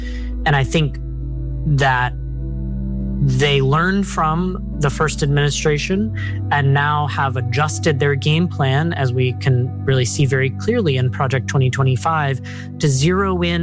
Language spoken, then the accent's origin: English; Colorado Springs, Colorado, United States; in my hometown of Colorado Springs, where I was raised, the Club Q shooting occurred.